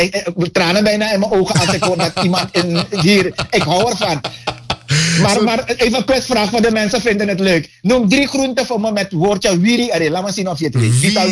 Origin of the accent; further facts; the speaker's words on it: Netherlands; Ik ben Nederlander met een Surinaams hart, met een Surinaam roots. Soms zeg ik diaspora, 3 landen. Want mijn voorouders komen uit India.